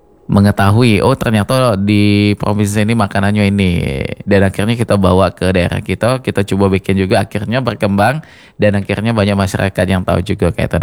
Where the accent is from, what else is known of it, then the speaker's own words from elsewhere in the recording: South Sumatra, Indonesia; kita wong Sumsel